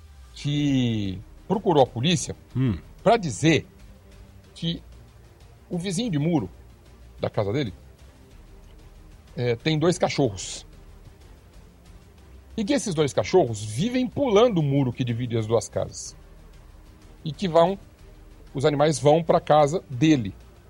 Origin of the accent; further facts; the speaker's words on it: Brazil; fui criado lá na Vila Independência, quando eu era moleque